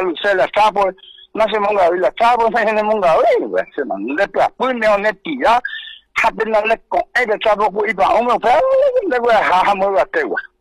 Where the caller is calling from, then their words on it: Paraguay; todos somos hermanos, todos somos paraguayos